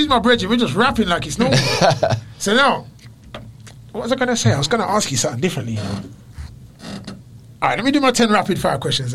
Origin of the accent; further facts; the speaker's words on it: Wolverhampton, West Midlands, United Kingdom; now in London, United Kingdom; Because even though I live in London, I feel like I get a better reception in Wolves, because I'm from Wolverhampton, innit?